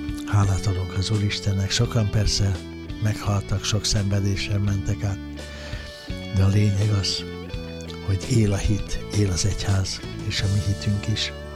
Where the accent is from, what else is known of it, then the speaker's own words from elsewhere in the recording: Budapest, Hungary; az én hazám, szűkebb hazám itt volt Angyalföldön, amelyen elindultam az élet útján, itt születtem, és itt éltek nagyszüleim is, édesanyám is, nagyszüleim is.